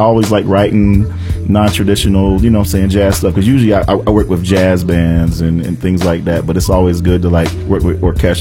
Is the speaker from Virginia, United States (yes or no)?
no; Charlotte, North Carolina, United States; Born and raised in Charlotte, man.